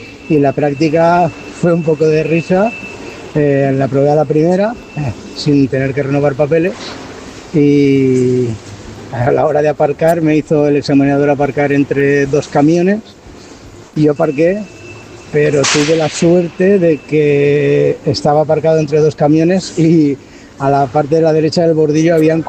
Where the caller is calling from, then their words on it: Moncofa, Valencian Community, Spain; de Moncofar.